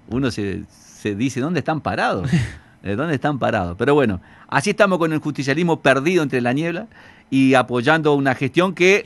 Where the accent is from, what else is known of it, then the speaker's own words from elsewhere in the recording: Santa Fe, Argentina; somos santafesinos también.